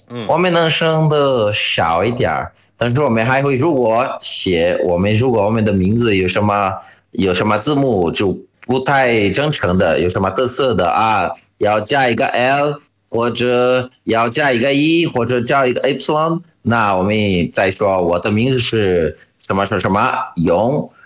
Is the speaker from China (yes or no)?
no; Brazil; Chinese is a second language; 来自巴西